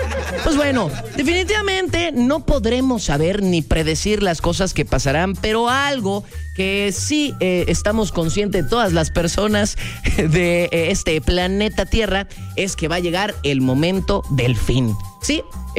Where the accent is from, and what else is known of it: Mexico